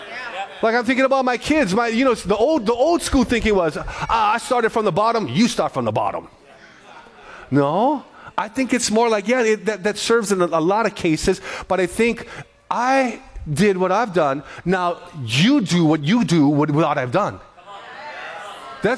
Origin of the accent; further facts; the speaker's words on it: Kalihi, Hawaii, United States; So we grew up in Kalihi. We lived in Kalihi.